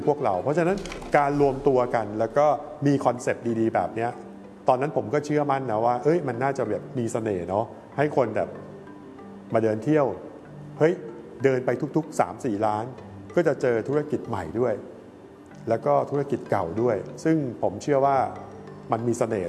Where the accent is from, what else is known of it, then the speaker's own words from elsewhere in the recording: Bangkok, Thailand; เราเป็นคนที่เกิดและโตที่นี่เนาะแล้วเราก็มีธุรกิจอยู่ที่นี่ด้วย